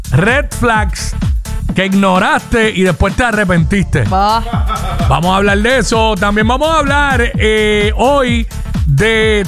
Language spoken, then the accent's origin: Spanish; Cabo Rojo, Puerto Rico; soy del área suroeste, específicamente de Cabo Rojo, que todos sabemos que los que somos de Cabo Rojo